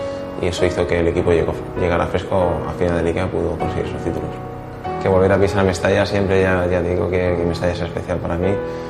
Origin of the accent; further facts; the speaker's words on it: Valencian Community, Spain; Sobre todo como valenciano, como criado en la cantera, es un orgullo, ¿no?